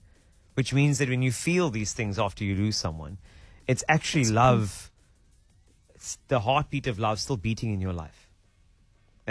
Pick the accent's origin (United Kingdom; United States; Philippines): United Kingdom; England; If I may, as an English person, listen to it.